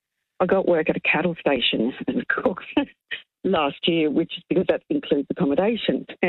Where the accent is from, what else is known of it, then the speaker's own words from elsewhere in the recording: Cairns, Queensland, Australia; now in Longreach, Australia; I'm from Cairns originally.